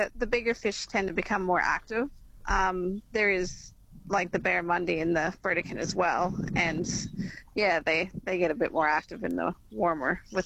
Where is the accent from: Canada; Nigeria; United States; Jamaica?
Canada; moved away; Canada originally.